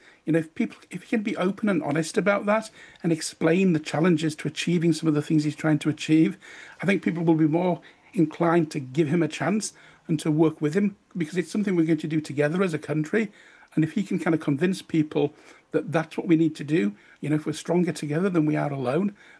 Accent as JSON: {"language": "English", "region": "England", "country": "United Kingdom", "said": "You know, I'm not somebody from the Westminster bubble. I'm from the north. I'm based in Leeds."}